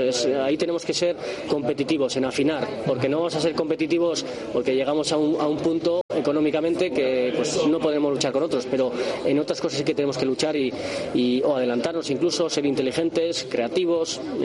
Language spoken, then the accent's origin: Spanish; Irun, Basque Country, Spain; somos de la comarca, somos de Irún.